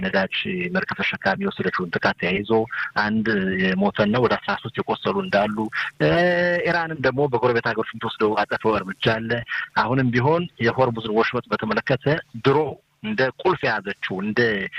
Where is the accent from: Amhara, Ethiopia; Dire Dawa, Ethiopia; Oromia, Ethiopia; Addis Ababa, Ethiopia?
Amhara, Ethiopia; ያደግኩበት የተወለድኩበትን ቦታ ጨዋሄት፣ ጎንደር ሲባል ጨዋሄት አገር ጨዋሄት የሚል ከሰማሁና